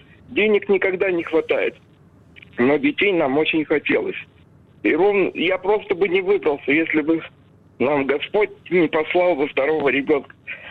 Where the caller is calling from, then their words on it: Kemerovo, Kemerovo Oblast, Russia; У нас сейчас арендованное жилье в Кемерово.